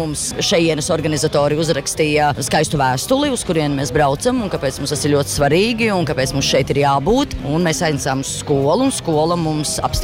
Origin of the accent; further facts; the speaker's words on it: Mansfield, East Midlands, United Kingdom; Mēs esam no Lielbritānijas, no Mansfildes.